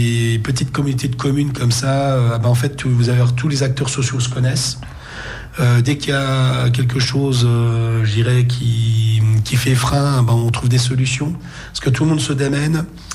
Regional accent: Nancy, Grand Est, France; moved away; also born or lived in Laxou; moi, je viens de la ville, hein, je suis de Nancy, j'ai habité tantôt à Nancy, tantôt à Laxou

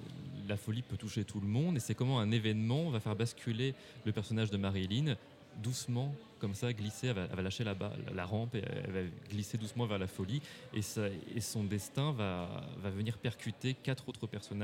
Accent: Paris, Île-de-France, France; born there; now in Limoges, France; Eh bien, je suis pianiste classique, né à Paris

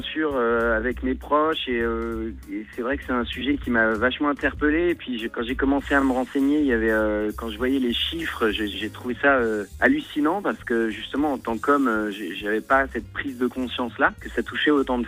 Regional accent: Nouvelle-Aquitaine, France; now in Paris, France; la Creuse qui est vraiment toute mon enfance, mes racines, c'est là où je me sens bien

